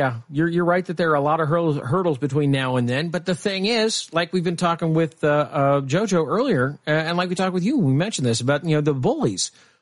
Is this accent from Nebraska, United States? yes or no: yes; Nebraska, United States; But here's the thing is that when I grew up in Nebraska, especially, There was a little bit of townie versus outsider.